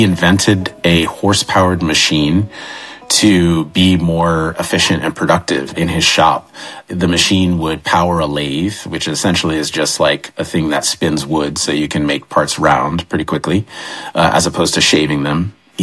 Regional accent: Atlanta, Georgia, United States; growing up in Atlanta, it's a very diverse city.

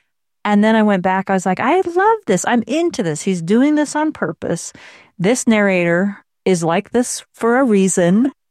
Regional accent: Utah, United States; They wanted to know if I knew him because I'm from Utah, from where Brandon Sanderson is from.

